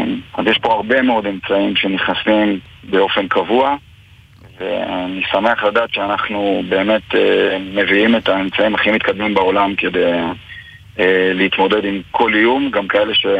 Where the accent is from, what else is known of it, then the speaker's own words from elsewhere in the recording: Lod, Central District, Israel; אני גדלתי בלוד